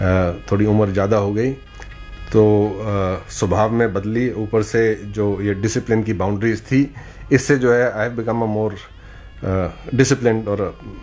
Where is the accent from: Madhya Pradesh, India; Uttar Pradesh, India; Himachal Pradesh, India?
Himachal Pradesh, India; हम पहाड़ी इलाके से हैं, मैं हिमाचल से हूँ